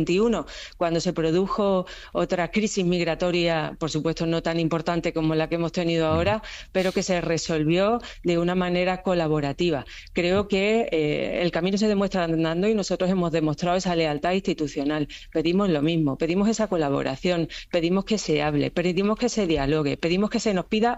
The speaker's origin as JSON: {"language": "Spanish", "region": "Ceuta", "country": "Spain", "said": "Yo, sinceramente, creo que España, como país, yo como española, como ceutí, como europea, pido que se desplieguen todos los medios necesarios del Estado."}